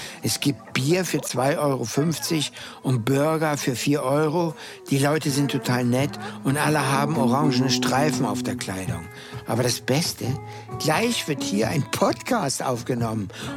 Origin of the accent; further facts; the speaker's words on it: Berlin, Germany; Als Berliner ist das hier irgendwie viel zu voll hier.